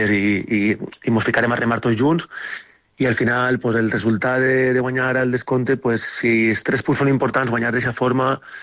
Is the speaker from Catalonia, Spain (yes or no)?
no; Xeraco, Valencian Community, Spain; jo soc de Jeraco, que està al costat